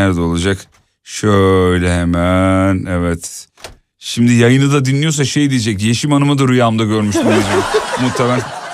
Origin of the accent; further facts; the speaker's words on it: Kocaeli, Turkey; Ben bir Kocaeli'yi biliyorum, o da memleketim olduğu için biliyorum galiba.